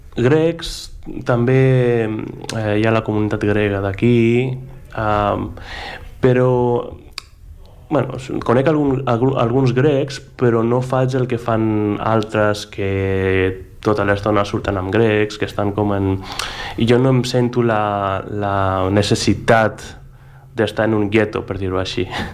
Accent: Greece; Catalan is a second language; now in Spain; Doncs jo també sóc de Grècia, sóc d'aquí, sóc... són parts meves, totes dues.

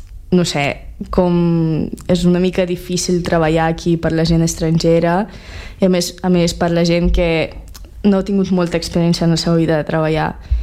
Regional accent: Russia; Catalan is a second language; l'altra sóc jo de Rússia

